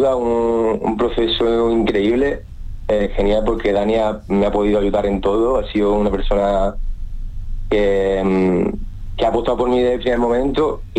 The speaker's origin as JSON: {"language": "Spanish", "town": "Seville", "region": "Andalusia", "country": "Spain", "said": "de Andalucía, de mi tierra, de Sevilla"}